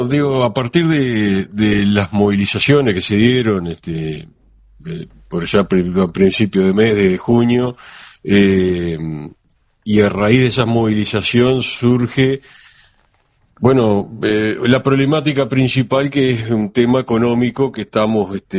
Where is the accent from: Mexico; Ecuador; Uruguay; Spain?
Uruguay; Nueva Palmira, Colonia; Yo soy de acá de Nueva Palmira, digo, en la zona del oeste de Colonia, el litoral